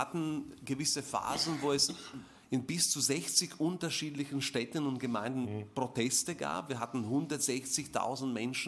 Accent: Slovakia; Und ich bin auch eine politische Person in meiner Heimat Slowakei.

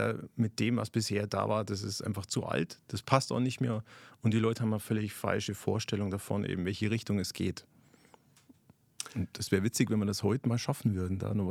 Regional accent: Bavaria, Germany; Ich komme eben aus Bayern, bin da eigentlich aktuell gerade Berufsschullehrer

